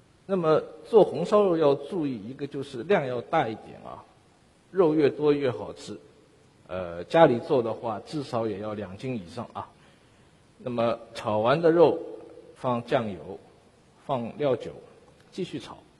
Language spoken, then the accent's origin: Chinese; Shanghai, China; 我们上海人